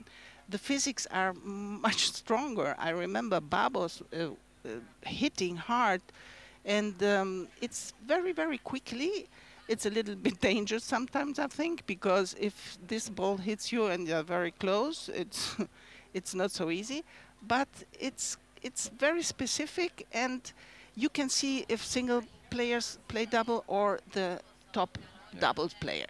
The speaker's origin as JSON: {"language": "English", "country": "Uruguay", "second_language": "English", "said": "Yes, it's South American. I'm coming from Uruguay"}